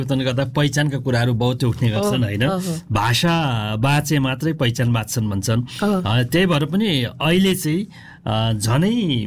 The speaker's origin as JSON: {"language": "Nepali", "region": "eastern Nepal", "country": "Nepal", "tie": "born or raised there", "said": "म पनि अब पूर्वमै जन्मेर हुर्केको"}